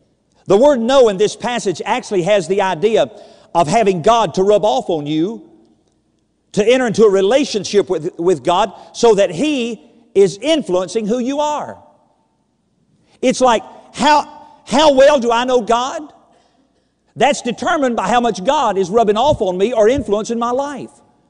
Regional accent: Winston-Salem, North Carolina, United States; born there; I was born in Winston-Salem, North Carolina … I had nothing to do with that. I'm a white person. I'm an American.

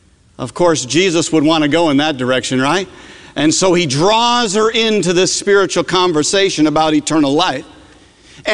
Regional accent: Northeast, United States; I came from the Northeast, and in the Northeast, many worship in hushed, hallowed settings

